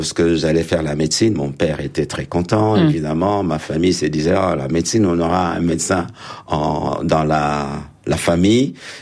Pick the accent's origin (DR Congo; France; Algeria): DR Congo; Lubumbashi, Katanga; moved away as an adult; le Katanga, parce que je suis né à Elisabethville, hein, on appelait ça Elisabethville, où j'ai des souvenirs de l'enfance